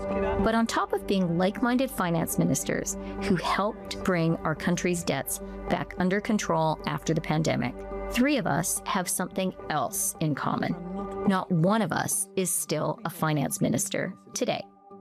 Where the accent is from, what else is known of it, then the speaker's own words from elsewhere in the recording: Canada; my home country of Canada, where I served as finance minister during and after COVID.